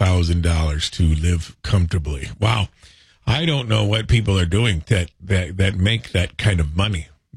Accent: Illinois, United States; My home state of Illinois coming in at 19 on the list.

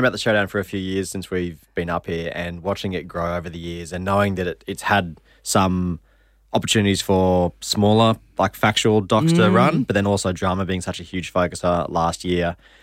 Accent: Brisbane, Queensland, Australia; Originally we grew up in Brisbane

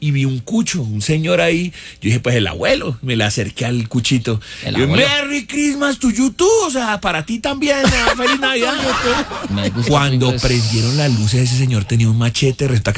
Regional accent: Colombia; Y como buen colombiano, pues por ganarme esa plata y responsable, dije, sí, yo las llevo.

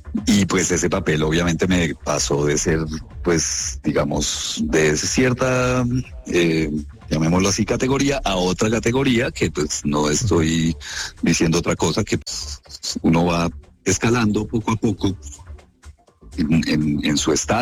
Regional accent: Manizales, Caldas, Colombia; Yo me crié en Manizales en los 80s, entonces yo lo que vi fue Traquetos.

